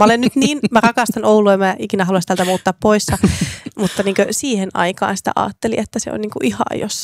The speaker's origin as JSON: {"language": "Finnish", "region": "Häme", "country": "Finland", "tie": "born or raised there", "moved": "yes", "lives_now": "Oulu, Finland", "said": "Niin kuin mä oon Hämeestä kotoisin ja mun mielestä Oulu oli niin kuin Lappia."}